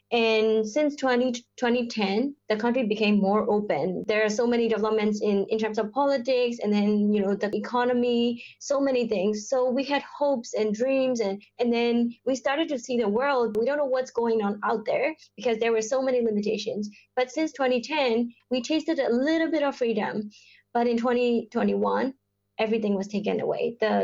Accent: Myanmar; I am from Myanmar.

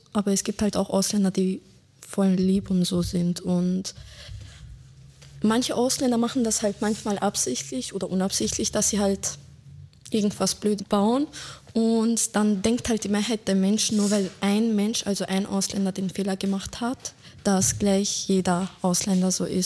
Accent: Bosnia & Herzegovina; ja, ich komme aus Bosnien, kommen halt voll viele zu mir so und fragen, ja, wie ist das Essen dort?

